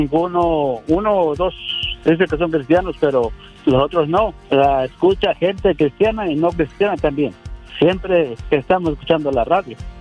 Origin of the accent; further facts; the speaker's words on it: Guerrero, Mexico; yo soy mexicano, yo soy de Guerrero